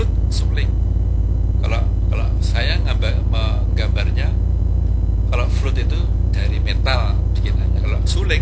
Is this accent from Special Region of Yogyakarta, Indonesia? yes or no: yes; Yogyakarta, Special Region of Yogyakarta, Indonesia; moved away as an adult; saya orang Jogja.